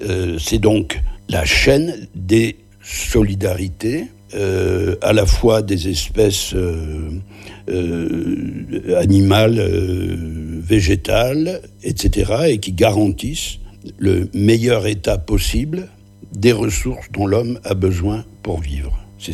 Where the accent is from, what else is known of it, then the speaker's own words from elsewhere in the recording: Luz-Saint-Sauveur, Occitanie, France; Ben, probablement mon enfance à Luce-Saint-Sauveur et le fait d'avoir pour voisin une famille de tout petits paysans, la famille Noguet